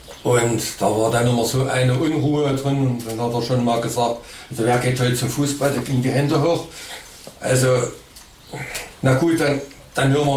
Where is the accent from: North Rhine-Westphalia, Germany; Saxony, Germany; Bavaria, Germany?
Saxony, Germany; Schkeuditz; Schgeuditz ist meine Heimatstadt.